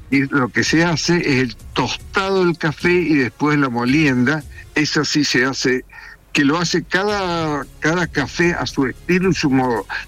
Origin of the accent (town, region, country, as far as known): Mendoza, Argentina; born there; also born or lived in Austria